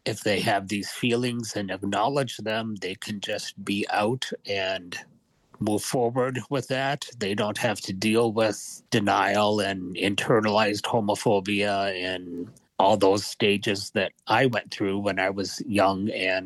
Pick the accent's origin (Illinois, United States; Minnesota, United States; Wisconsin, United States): Minnesota, United States; Hibbing; I grew up in northern Minnesota, so it was a much different environment. I grew up in Hibbing.